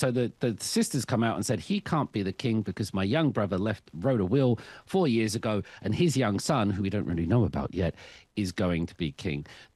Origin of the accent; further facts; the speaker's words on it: England, United Kingdom; I'm from England, I've grown up with many queens in my lifetime